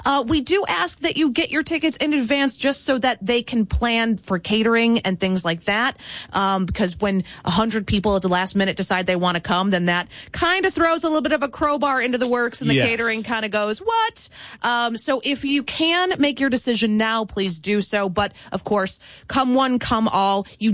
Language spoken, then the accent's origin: English; Chicago, Illinois, United States; moved away; because I'm from Chicago.